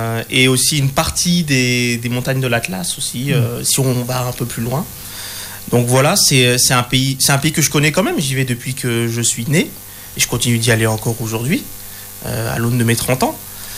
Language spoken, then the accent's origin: French; France; Mon pays, c'est la France, c'est là que je suis né